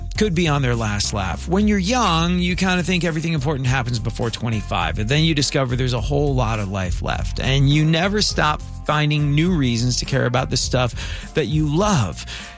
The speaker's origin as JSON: {"language": "English", "country": "United States", "accent": "American", "said": "the nanny noticed my American accent and asked where I was from. And when I said, my family's from Rochester"}